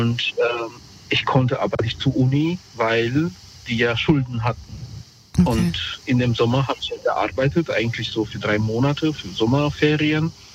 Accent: Mainz, Rhineland-Palatinate, Germany; also ich komm aus Mainz, ne, sagen wir mal Platz 1 in Mainz und Platz 10

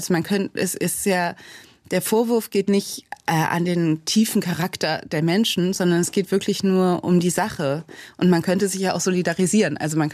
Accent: Cologne, North Rhine-Westphalia, Germany; ich bin Kölnerin, das heißt, da in unseren Traditionen steckt es auch.

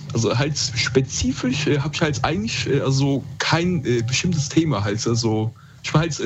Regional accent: Koblenz, Rhineland-Palatinate, Germany; Also, also ich komme aus Koblenz, Rheinland-Pfalz.

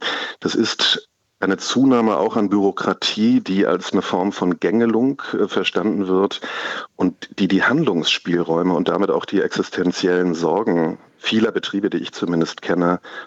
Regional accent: Mecklenburg-Vorpommern, Germany; Ich denke da auch an die Landtagswahlen, zum Beispiel in Sachsen-Anhalt und in Mecklenburg, meiner Heimat, im September.

